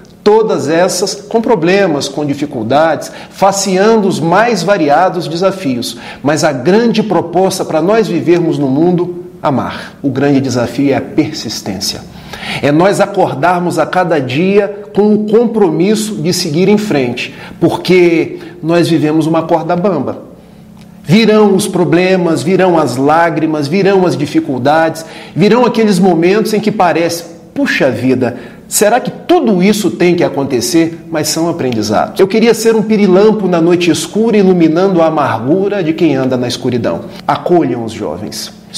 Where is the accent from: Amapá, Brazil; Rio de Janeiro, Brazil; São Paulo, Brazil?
Rio de Janeiro, Brazil; now in Niterói, Brazil; Sou natural do Rio de Janeiro, moro em Niterói, frequento a Sociedade Espírita Fraternidade